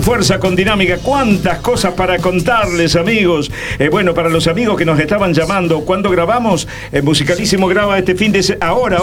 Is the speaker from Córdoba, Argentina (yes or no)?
yes; Balnearia, Córdoba, Argentina; moved away; cuando vuelvo a mi pueblo